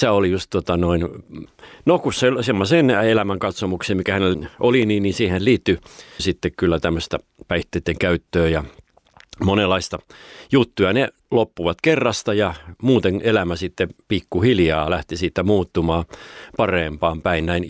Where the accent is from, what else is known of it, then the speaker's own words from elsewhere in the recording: Kangasala, Pirkanmaa, Finland; born there; also born or lived in Tampere / Pälkäne; sitten kun me muutettiin Kangasalle, mä olin 10-vuotias silloin